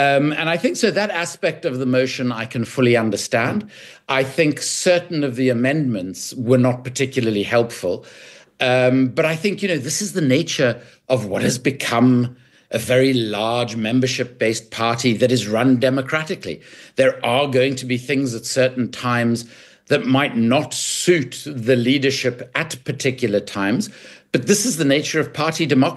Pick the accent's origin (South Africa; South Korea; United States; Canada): South Africa; moved away; as I was growing up in South Africa